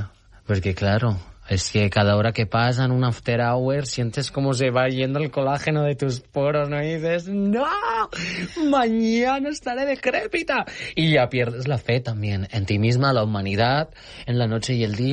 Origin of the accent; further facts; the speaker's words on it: Mallorca, Balearic Islands, Spain; Soc de Mallorca, sí. També soc mallorquina.